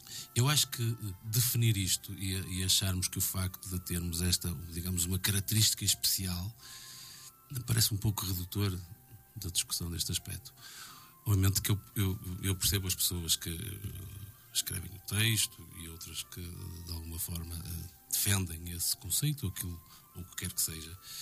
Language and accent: Portuguese; Portugal